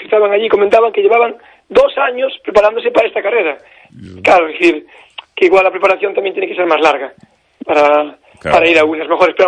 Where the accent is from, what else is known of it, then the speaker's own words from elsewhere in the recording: Ames, Galicia, Spain; aunque yo ahora estoy en Opino, pero me crié siempre en Ames